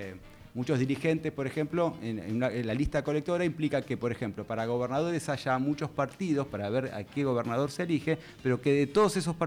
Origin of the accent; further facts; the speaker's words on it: Argentina; Eso, somos re argentinos.